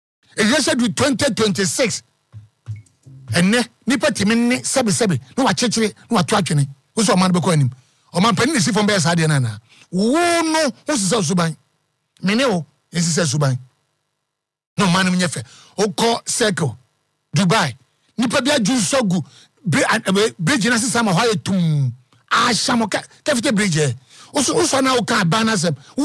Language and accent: English; Ghana; I am proud being a Ghanaian, no?